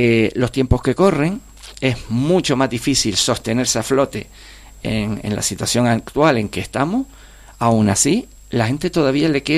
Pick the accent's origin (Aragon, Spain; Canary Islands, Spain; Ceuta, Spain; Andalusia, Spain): Canary Islands, Spain; Santa Brígida; Nosotros sí somos de aquí.